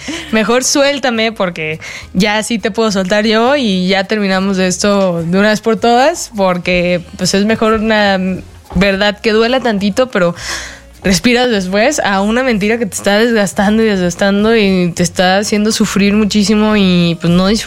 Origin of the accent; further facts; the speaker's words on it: Mexico; los mexicanos somos mucho de nuestras mamás